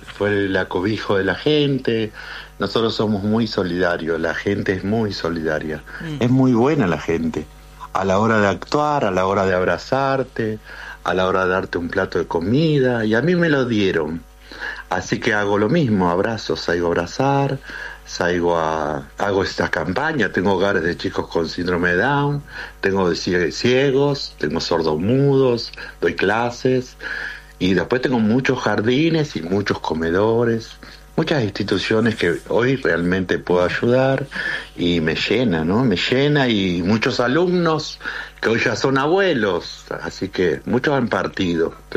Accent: La Plata, Buenos Aires Province, Argentina; Yo soy de La Plata.

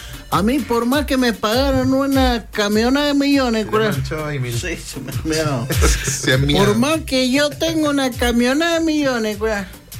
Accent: Argentina; Y la devuelvo la billetera, cuidado, porque yo soy argentino.

